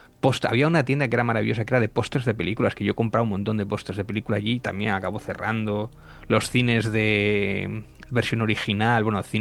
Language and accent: Spanish; Asturias, Spain; yo no sé si es porque echaba mucho de menos Asturias, o soy muy de aquí